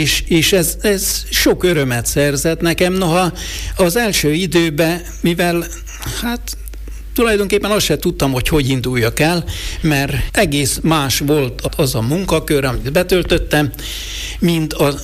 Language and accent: Hungarian; Hidaskürt, Trnava Region, Slovakia; kíváncsivá váltam arra, hogy szülőfalum története hogyan alakult, mikor alakult a község.